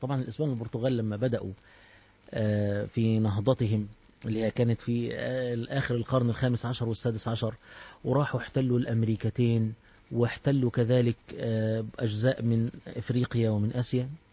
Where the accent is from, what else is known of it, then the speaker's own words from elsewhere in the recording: Egypt; يعني احنا عندنا في مصر